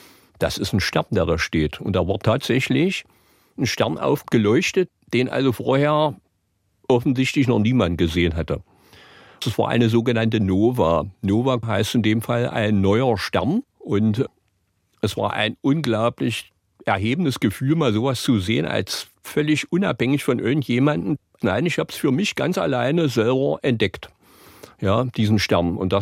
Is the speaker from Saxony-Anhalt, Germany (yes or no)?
yes; Magdeburg, Saxony-Anhalt, Germany; Magdeburg, wo ich herstamme, auf dem Hof meiner Eltern.